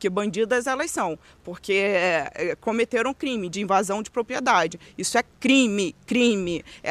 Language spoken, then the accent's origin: Portuguese; São Pedro da Aldeia, Rio de Janeiro, Brazil; Eu cresci nessa casa, nasci aqui em São Pedro da Aldeia. Eu amo esse lugar, brincava aqui com a vizinhança.